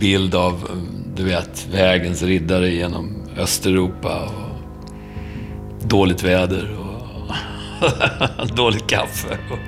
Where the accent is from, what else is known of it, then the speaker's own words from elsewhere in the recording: Stockholm, Stockholm County, Sweden; Stockholm är ju min hemstad.